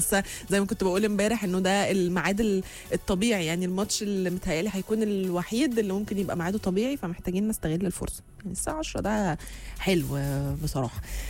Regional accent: Egypt; احنا كلنا مصريين بقى، ايه الكلام يلا بينا بقى، احنا بنحب بعض جدا وفي وطنيه

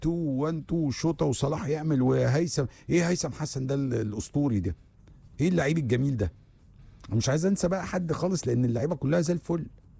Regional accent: Egypt; انا بقول رايي كمصري بيشجع منتخب بلده

